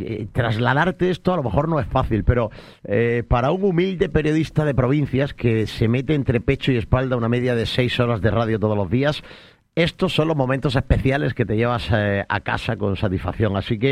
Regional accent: Almería, Andalusia, Spain; Yo soy muy almeriense, no he nacido en Elegido, aunque llevo media vida trabajando a caballo entre Almería y Elegido, o casi toda la vida.

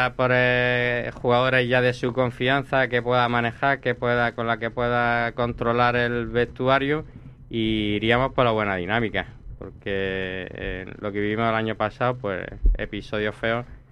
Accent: Almería, Andalusia, Spain

